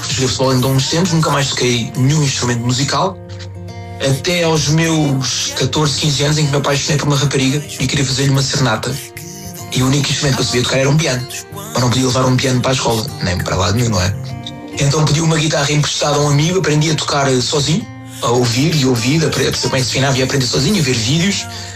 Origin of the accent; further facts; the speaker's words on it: Alenquer, Lisbon, Portugal; eu sou de Alenquer, aliás sou dos Casais Novos, uma aldeia ao pé de Alenquer, do concelho de Alenquer.